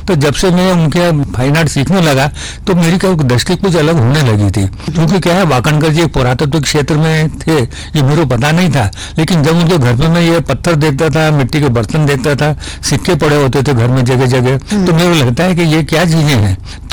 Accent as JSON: {"language": "Hindi", "town": "Ujjain", "region": "Madhya Pradesh", "country": "India", "tie": "born or raised there", "said": "वो बचपन में उज्जैन में रहता था"}